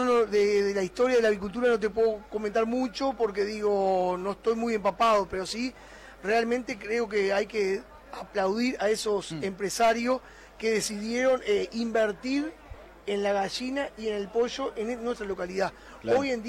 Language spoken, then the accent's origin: Spanish; San Bautista, Canelones, Uruguay; De nuestra localidad allá de San Bautista.